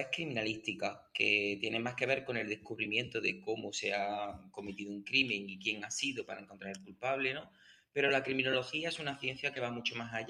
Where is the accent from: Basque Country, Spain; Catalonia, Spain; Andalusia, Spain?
Andalusia, Spain; moved away as an adult; quería irme de mi pueblo. Yo soy de un pueblo de Jaén